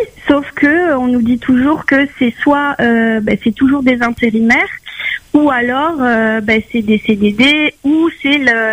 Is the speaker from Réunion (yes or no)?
yes; Réunion; moved away as an adult; nous, en tant que Réunionnais, à un moment donné, on a besoin de rentrer chez nous